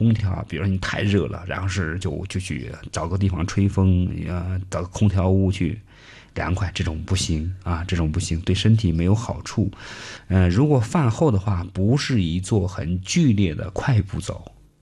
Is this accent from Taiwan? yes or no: no; China; 我们中国人